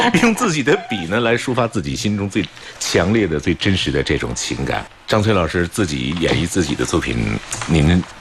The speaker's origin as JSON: {"language": "Chinese", "town": "Jinzhou", "region": "Liaoning", "country": "China", "tie": "born or raised there", "said": "祝我们的家乡美丽的锦州越来越好"}